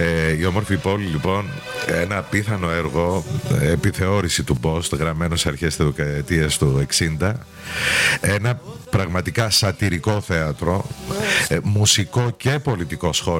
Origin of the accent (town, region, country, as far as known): Greece